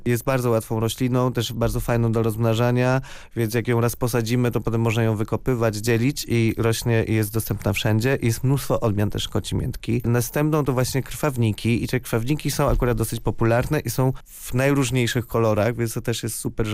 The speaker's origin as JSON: {"language": "Polish", "area": "Tricity", "region": "Pomeranian Voivodeship", "country": "Poland", "said": "Ja jestem z Trójmiasta, u nas czasami takie pierwsze poważne mrozy przychodzą czasami nawet w grudniu dopiero."}